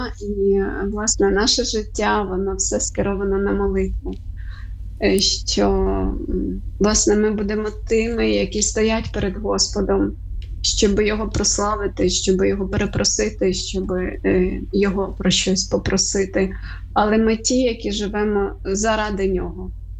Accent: Chornomorsk, Odesa Oblast, Ukraine; Так, я народилася в місті Іллічівськ, на той момент зараз це Чорноморськ.

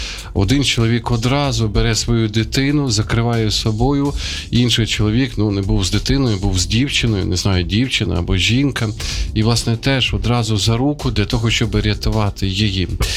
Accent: Sumy, Sumy Oblast, Ukraine; now in Kyiv, Ukraine; друге моє рідне місто, це є Суми, звідки походжу

